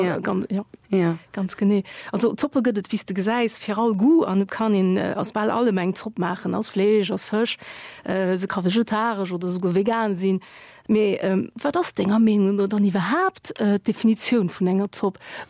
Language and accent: German; Portugal; German is a second language; Ja, aber ich als Portugiesin